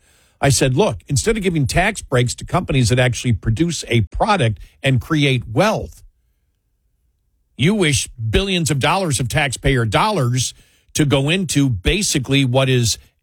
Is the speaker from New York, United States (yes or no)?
yes; Buffalo, New York, United States; I grew up in Buffalo, and that's a football town.